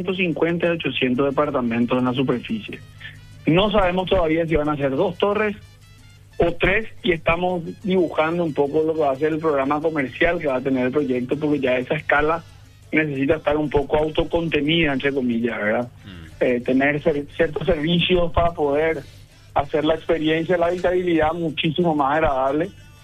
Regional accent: Paraguay

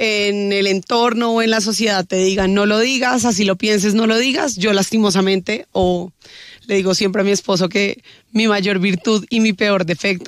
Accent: Bogotá, Colombia; Nací en Bogotá

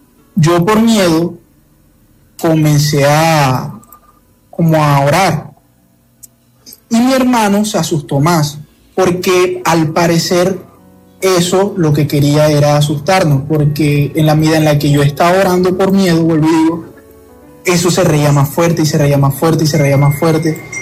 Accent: Ciénaga, Magdalena, Colombia; now in Barranquilla, Colombia; la historia no es acá en Barranquilla, es un pueblo del Magdalena, de donde yo soy oriundo, de Ciénaga Magdalena.

